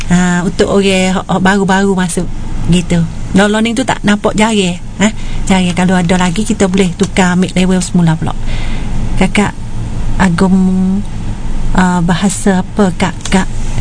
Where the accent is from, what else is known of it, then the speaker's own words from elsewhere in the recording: Narathiwat, Thailand; Kenal-kenal eh dengan saya orang Thailand. Saya dari Thailand. Duduk di negeri Narathiwat.